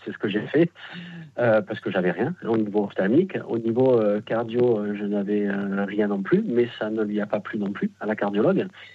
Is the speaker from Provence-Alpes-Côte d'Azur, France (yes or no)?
yes; Marseille, Provence-Alpes-Côte d'Azur, France; Bon là je suis à Colmar en déplacement professionnel, mais effectivement je suis natif du sud de la France.